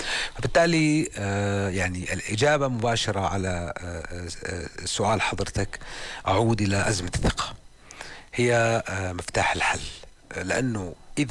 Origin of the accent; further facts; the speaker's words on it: Jordan; يؤذيني كأردني